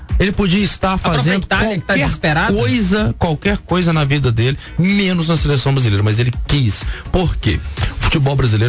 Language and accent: Portuguese; Brazil; porque somos brasileiros